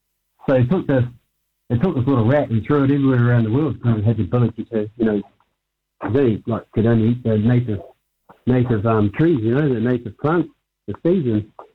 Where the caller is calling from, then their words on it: New Zealand; I'm from South Coast.